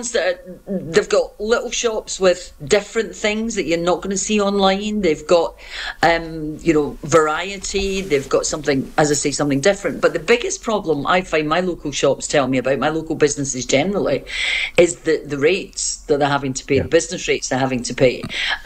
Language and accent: English; Scotland, United Kingdom; now in Edinburgh, United Kingdom; being a Scot